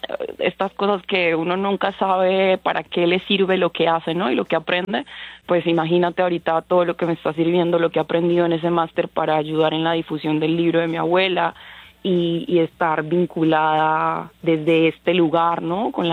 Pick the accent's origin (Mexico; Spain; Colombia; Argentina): Colombia; Chocó; Pues, o sea, para mí es importantísimo decir que soy del Chocó porque me abre la puerta para hablar del Chocó y yo amo hablar del Chocó.